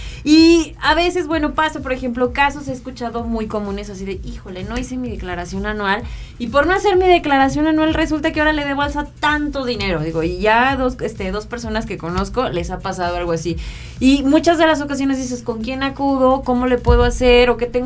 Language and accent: Spanish; Mexico; somos mexicanos.